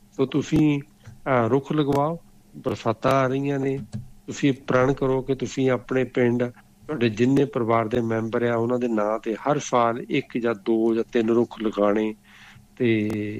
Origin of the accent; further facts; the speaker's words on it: Punjab, India; ਅਤੇ ਮੇਰਾ ਪਿੰਡ ਜਲੰਧਰ ਦੇ ਲੱਗਿਆ, ਅਸੀਂ ਉੱਥੇ ਜਲੰਧਰ ਵਗੈਰਾ ਦੇ ਲਵਾ ਰਹੇ ਹਾਂ